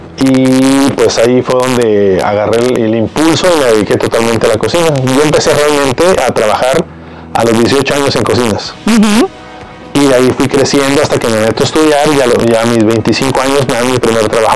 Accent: Culiacán, Sinaloa, Mexico; also born or lived in Mazatlán / Reynosa; Se conocen en Sinaloa. Yo nazco en Mazatlán.

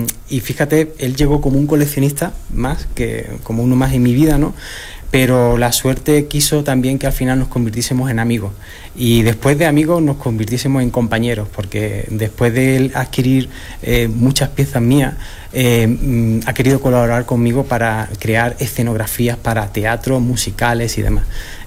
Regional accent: Málaga, Andalusia, Spain; now in Mexico

